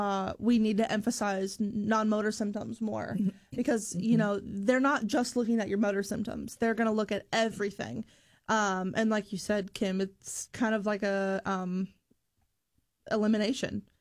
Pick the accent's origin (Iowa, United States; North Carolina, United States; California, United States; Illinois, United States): Iowa, United States; Boone; I grew up in Iowa, and I went to Boone High School.